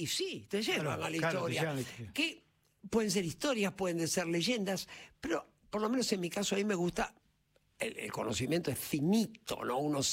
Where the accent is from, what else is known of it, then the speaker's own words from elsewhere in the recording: Buenos Aires, Argentina; born there; Mira, yo nací en Barracas, ¿no?